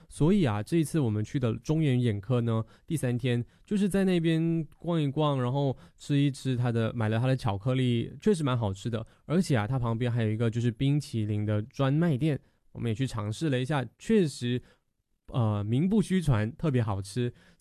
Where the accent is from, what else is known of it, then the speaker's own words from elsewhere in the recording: Malaysia; 审计新村啊，它其实算是一个对于我们马来西亚人来说，新村是我们华人居住的一个地方，在二战时期